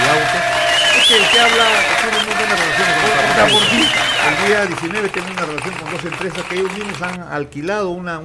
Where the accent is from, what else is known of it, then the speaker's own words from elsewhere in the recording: Lambayeque, Peru; born there; trabajar por mi tierra que me vio nacer